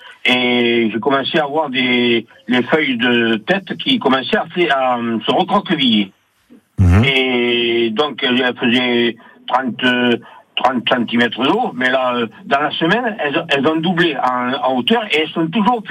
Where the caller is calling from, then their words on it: Saint-Martial-d'Artens, Nouvelle-Aquitaine, France; Saint-Martial-d'Artensé.